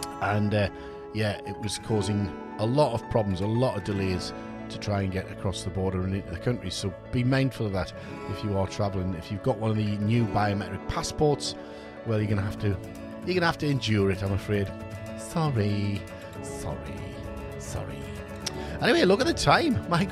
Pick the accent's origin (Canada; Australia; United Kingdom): United Kingdom; For non-European, which we are, we're British, don't you do?